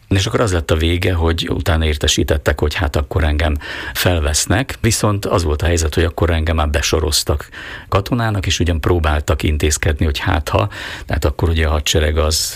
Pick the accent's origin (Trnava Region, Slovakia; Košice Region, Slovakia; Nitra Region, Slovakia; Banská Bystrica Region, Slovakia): Nitra Region, Slovakia; Búč; born or raised there; moved away as an adult; now in Bratislava, Slovakia